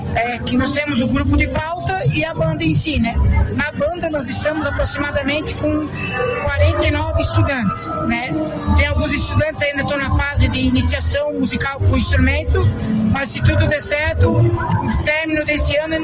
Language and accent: Portuguese; Indaial, Santa Catarina, Brazil; eu sou natural de Indaial